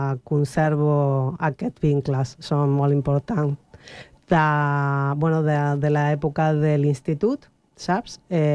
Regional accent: Argentina; Catalan is a second language; El perfil argentí, perquè com saben que soc argentina, vinen amb mi, i després tinc pacients que són catalans o espanyols

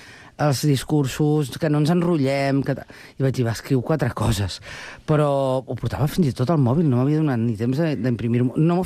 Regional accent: Barcelona, Catalonia, Spain; born there; now in Sant Cugat del Vallès, Spain; em sento molt santcugatenca després de més de 20 anys visquent aquí, però jo sóc nascuda a Barcelona i me n'alegro molt que m'hagueu adoptat

